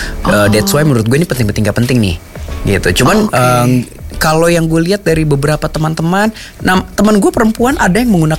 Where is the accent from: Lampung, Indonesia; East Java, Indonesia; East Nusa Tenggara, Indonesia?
East Java, Indonesia; Malang; Orang Malang.